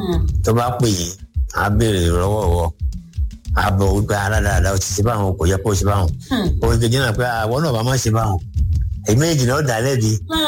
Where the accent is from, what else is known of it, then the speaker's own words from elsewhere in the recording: Ibadan, Oyo, Nigeria; agbe ni mi ibadan ni mi ya mi ibadan baba mi ibadan gugu e je mi ibadan